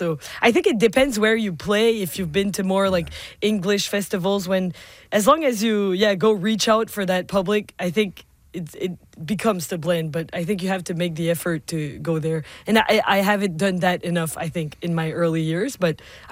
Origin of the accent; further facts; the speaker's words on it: Dieppe, New Brunswick, Canada; What I loved about, especially growing up in Dieppe, right close to Moncton, is that the community is so there for you.